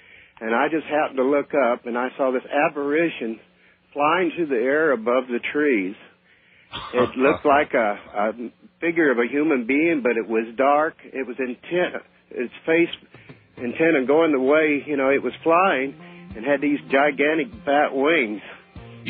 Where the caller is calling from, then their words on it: Cincinnati, Ohio, United States; … in Cincinnati.